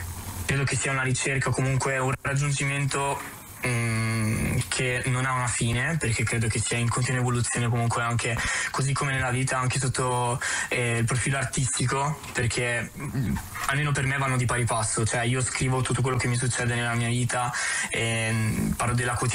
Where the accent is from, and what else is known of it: Trento, Trentino-Alto Adige, Italy; also born or lived in Apulia